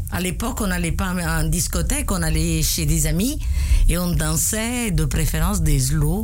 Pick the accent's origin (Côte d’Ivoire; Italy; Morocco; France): Italy; Pozzuoli, Campania; French is a second language; moved away; j'étais en Italie.